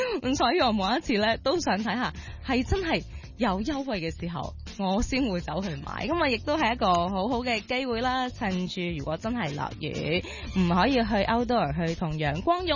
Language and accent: Cantonese; Hong Kong; 呢个对于我哋香港人嚟讲咧，一定系夏天啦，好多人嘅指定动作啊。